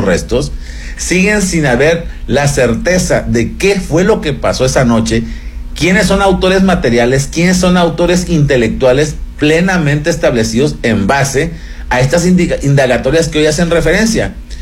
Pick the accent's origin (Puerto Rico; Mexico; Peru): Mexico; como padre, como mexicano